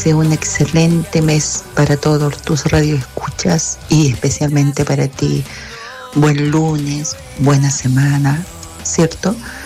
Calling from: Antofagasta, Chile; Antofagasta City.

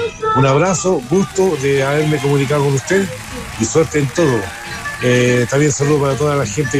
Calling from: Calama, Antofagasta, Chile; soy de Calama.

